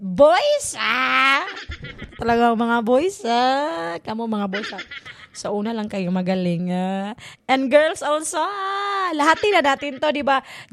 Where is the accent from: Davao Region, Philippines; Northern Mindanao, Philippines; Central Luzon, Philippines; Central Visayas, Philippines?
Central Visayas, Philippines; born there; accent: Bisaya; also born or lived in Tagalog-speaking region; noon magaling ako noon Tagalog kasi Tagalog talaga ako noon, pero lumaki na ako dito sa Bohol kaya yung Tagalog ko parang ano na … yung Bisaya accent.